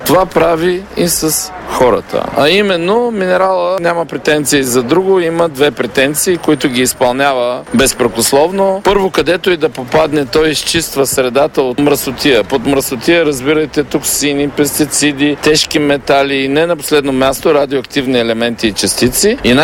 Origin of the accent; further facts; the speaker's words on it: Kavarna, Dobrich Province, Bulgaria; Аз съм родом от Каварна